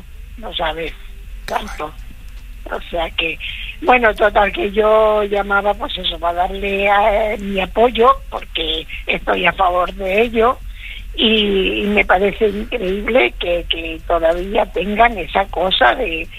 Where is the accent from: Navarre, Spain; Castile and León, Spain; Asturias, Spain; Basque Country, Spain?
Castile and León, Spain; Valladolid; somos de allí, de Valladolid